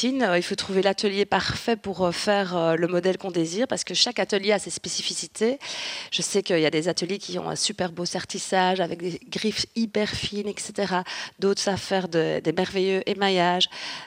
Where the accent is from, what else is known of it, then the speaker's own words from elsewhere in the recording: Belgium; Malheureusement on est belge, donc l'été est court chez nous.